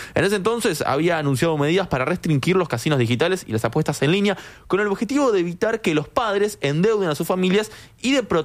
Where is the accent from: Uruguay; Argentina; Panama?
Uruguay